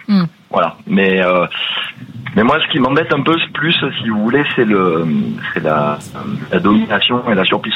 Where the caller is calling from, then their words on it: Toulouse, Occitanie, France; Je vous appelle de Toulouse.